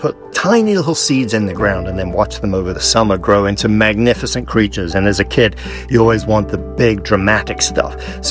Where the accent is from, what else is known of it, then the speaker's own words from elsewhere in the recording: Île-de-France, France; I grew up in France near Paris, and there were lots of open-air markets and cheese shops and things.